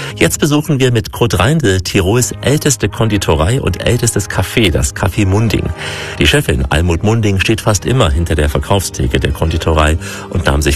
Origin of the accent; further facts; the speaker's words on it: Saxony, Germany; Als Sachse kennt man den Bautzner.